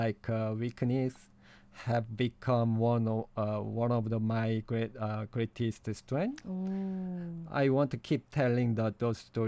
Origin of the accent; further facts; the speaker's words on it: Jeju, South Korea; English is a second language; moved away as an adult; When I told him I was from Jeju